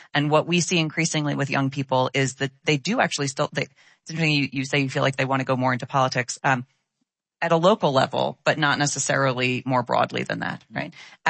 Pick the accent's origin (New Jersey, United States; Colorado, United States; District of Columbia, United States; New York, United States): New York, United States; I'm born and raised in New York.